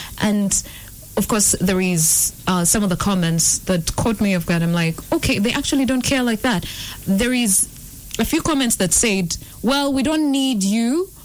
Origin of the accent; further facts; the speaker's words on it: Uganda; we as Ugandans